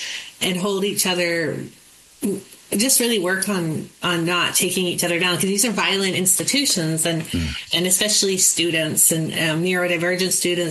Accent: Kamloops, British Columbia, Canada; born or raised there

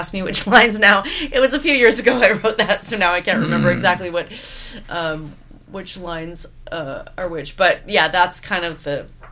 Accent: Vancouver, British Columbia, Canada; My mom's family's from Saskatchewan, but no, I grew up here. I grew up here in Vancouver.

